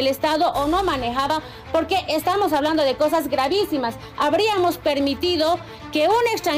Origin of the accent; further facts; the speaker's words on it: Bolivia; le pido como ciudadana boliviana, como parlamentaria, que le hable con la verdad a la población boliviana.